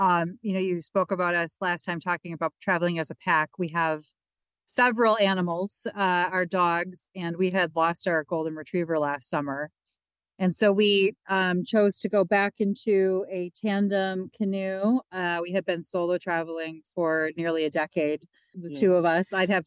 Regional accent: Minocqua, Wisconsin, United States; And we're from Minocqua, Wisconsin.

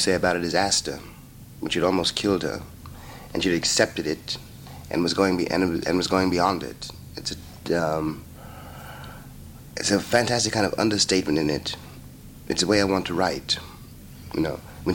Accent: United States

